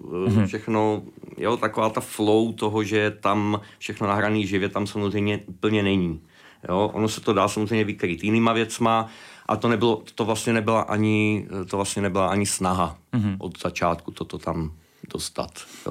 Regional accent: Heřmanův Městec, Pardubice Region, Czechia; ve východních Čechách, kde máme oba dva vlastně původní rodiště. Já jsem z Chrudimi, vlastně z Hrzmanova městce.

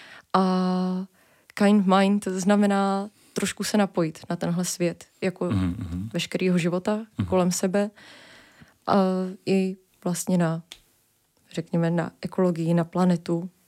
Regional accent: Třebíč, Vysočina Region, Czechia; Matouš je vlastně tady v Brně, jsme od Třebíče spíš a tak různě rozježděný.

